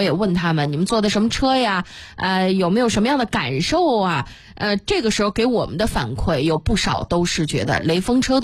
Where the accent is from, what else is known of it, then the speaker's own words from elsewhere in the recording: Xuzhou, Jiangsu, China; 我容易说我是徐州土著啊，从小在徐州出生，在徐州成长的啊，我的工作生活都在徐州